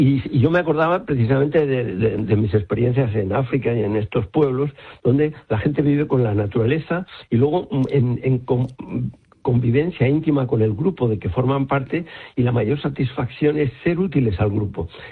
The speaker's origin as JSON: {"language": "Spanish", "town": "Madrid", "region": "Community of Madrid", "country": "Spain", "moved": "yes", "said": "yo de hecho soy madrileño de Chamberí y me he ido a vivir a la Ar"}